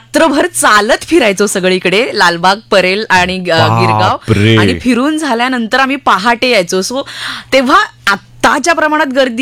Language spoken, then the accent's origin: Marathi; Mumbai, Maharashtra, India; also born or lived in Konkan; मुंबई तर लहानपणी मला आठवतं की मी वरळीची आहे आणि लालबाग परळ खूप जवळ असल्यामुळे